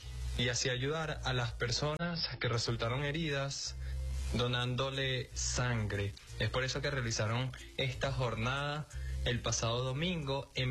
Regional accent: Barquisimeto, Lara, Venezuela; cómo somos los guaros, cómo somos los ladenses, cómo somos los venezolanos

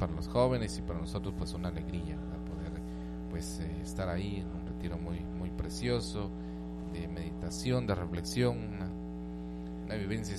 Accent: Guatemala; como guatemaltecos, ¿verdad? De esta bella nación de Guatemala

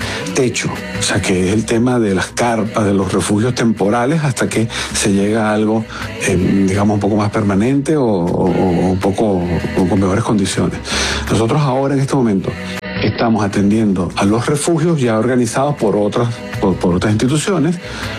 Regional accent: Venezuela; pedir a Dios también que podamos seguir atendiendo a las personas como todos, como venezolanos.

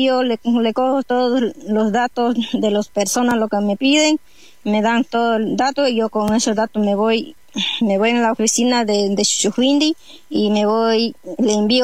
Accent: Lago Agrio, Sucumbíos, Ecuador; moved away; Yo soy quichua, soy del Lago Agrio.

